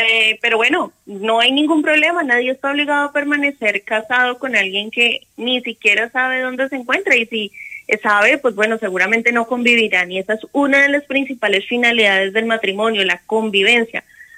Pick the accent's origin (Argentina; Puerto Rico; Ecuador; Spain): Spain; yo ya tengo que haber registrado, yo como española tengo que haber registrado ese matrimonio acá.